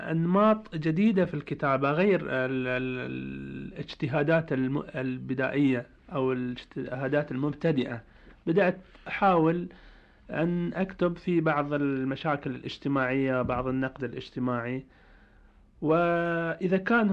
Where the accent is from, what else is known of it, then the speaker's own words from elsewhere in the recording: Al-Jishah, Eastern Province, Saudi Arabia; also born or lived in Hofuf; هذا الأستاذ هو إمام جليل لأحد المساجد في قريتنا الجشة